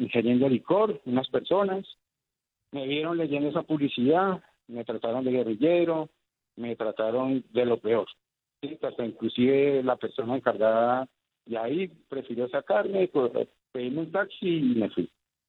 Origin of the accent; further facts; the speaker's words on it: Colombia; O sea, yo como colombiano...